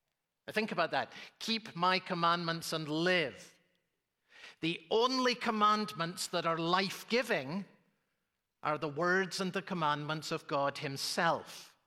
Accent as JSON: {"language": "English", "town": "Edinburgh", "region": "Scotland", "country": "United Kingdom", "tie": "born or raised there"}